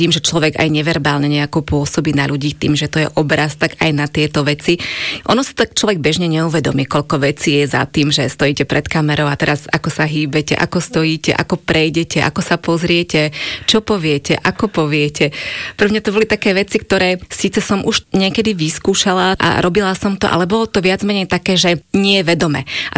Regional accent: eastern Slovakia, Slovakia; som z východu a samozrejme tá slovenčina naša je veľmi krásny jazyk, ale pre nás východňarov niekedy je taký zapeklistý.

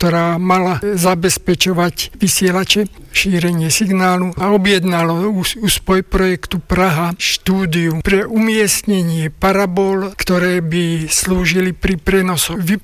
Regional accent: Záhorie, Slovakia; also born or lived in Trnava; Som zo Záhoria, trávil som gymnaziálne roky v Trnave, 8 rokov v Trnave a to v detskom domove.

